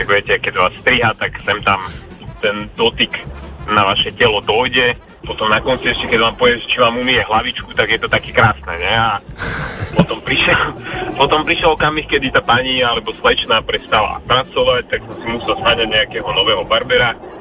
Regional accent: Senec, Bratislava Region, Slovakia; Od Senca.

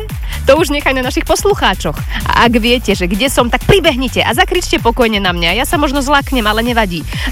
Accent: Nitra, Nitra Region, Slovakia; však ja viem mekčiť, aj keď som z Nitry, ja viem tam nemekčia

